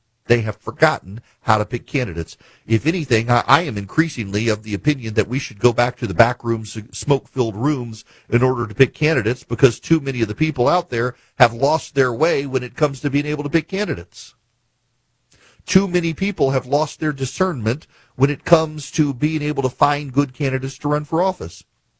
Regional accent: Georgia, United States; I see it in my home state of Georgia

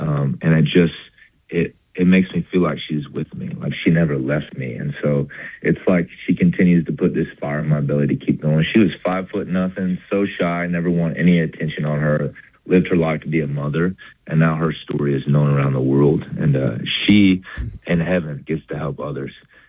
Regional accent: Iowa, United States; now in Nashville, United States; I was in Nashville. I've been there for a couple of years. I grew up in Northeast Iowa, so he called from there.

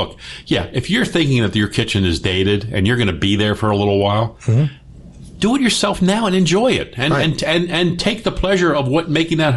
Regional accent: Baltimore, Maryland, United States; now in Las Vegas, United States; my hometown of Baltimore.

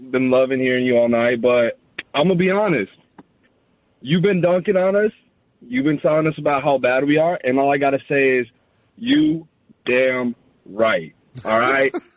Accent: San Diego, California, United States; And I got to say, I'm from San Diego.

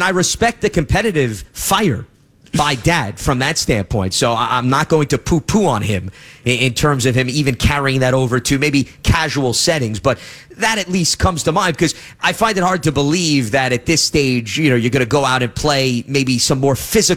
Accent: Brooklyn, New York, United States; when I was growing up in Brooklyn, we were also right by the water, went crabbing.

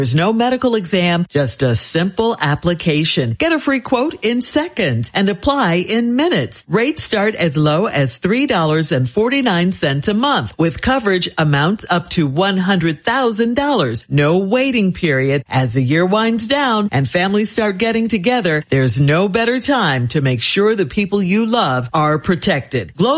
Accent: Chicago, Illinois, United States; In my hometown of Chicago, it was fun.

